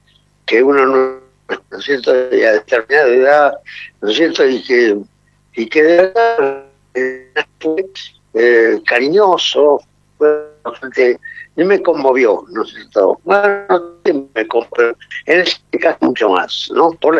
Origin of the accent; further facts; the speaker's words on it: Avellaneda, Buenos Aires Province, Argentina; born there; Yo nací en Avellaneda, sí.